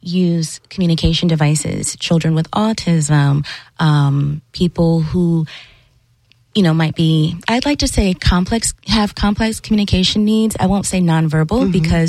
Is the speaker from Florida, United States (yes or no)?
yes; Orlando, Florida, United States; I'm from West Orlando, and when I was looking it up, there's actually a nationally certified ALS center at Orlando Health.